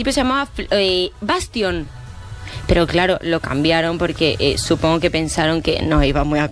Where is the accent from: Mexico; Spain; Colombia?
Spain; Salamanca, Castile and León; Y soy salmantina.